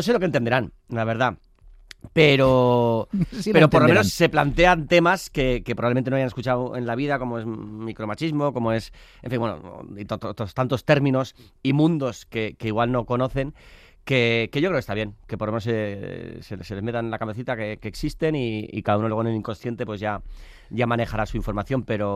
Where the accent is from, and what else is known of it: San Sebastián, Basque Country, Spain